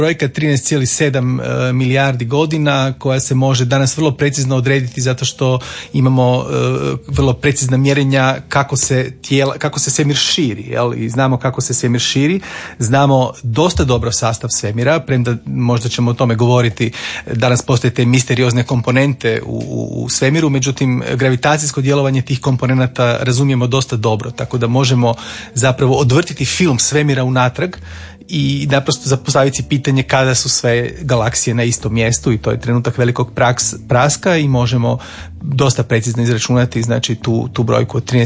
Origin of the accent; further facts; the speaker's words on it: Samobor, Zagreb County, Croatia; inače odrastao sam ja u Samoboru, znate, na jednom brdu kraj Samobora i kad sam se kao učenik vraćao doma, često je bilo mrak, jer nije bila tad još povučena rasvjeta do mog sela